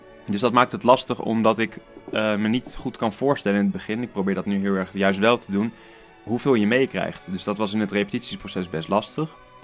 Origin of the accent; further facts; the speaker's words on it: Groningen, Netherlands; ik ben 23 jaar oud en ik kom uit Groningen.